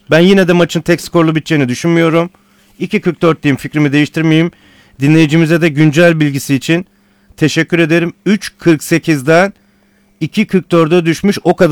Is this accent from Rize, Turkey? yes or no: no; Sivas, Turkey; Batman Petrolspor memleketim Sivas Spor'la oynayacak bugün.